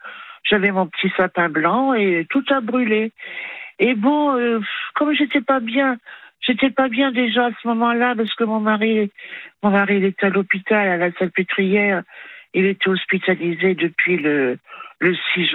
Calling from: Clamart, Île-de-France, France; Et j'habite à Clamart.

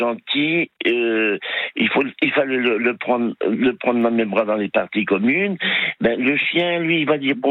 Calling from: Louvres, Île-de-France, France; Je rentre chez moi, j'habite à Louvre, dans le Val d'Oise.

